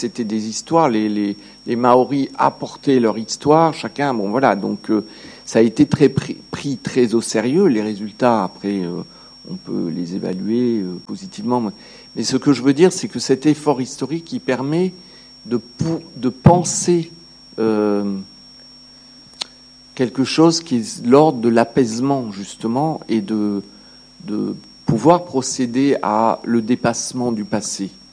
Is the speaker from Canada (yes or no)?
no; France; Je suis un nous éloigné parce que je suis française de nationalité, donc évidemment le pays là, il y a un nous éloigné